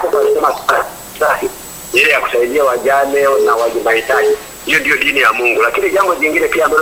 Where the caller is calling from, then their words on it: Iringa, Tanzania; wa Iringa, lakini kwa sasa hivi niko huku Moshi wilaya Same Suji